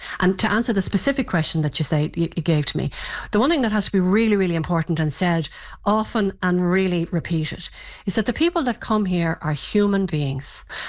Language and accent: English; Ireland; We completely agree, and I'm from Ireland.